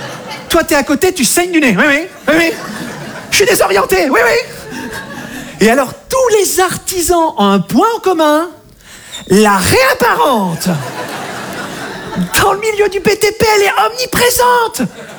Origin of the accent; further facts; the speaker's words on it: Monbazillac, Nouvelle-Aquitaine, France; je viens de Montbazillac, dans le sud-ouest de la France, vous connaissez?